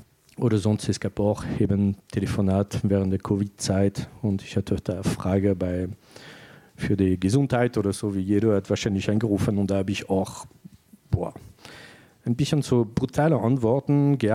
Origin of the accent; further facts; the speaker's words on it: France; accent: French; German is a second language; moved away as an adult; now in Germany; um meine Art, Deutsch zu reden und meinen Akzent, also es ist entweder extrem positiv, wenn die Leute verstehen, dass ich Franzose bin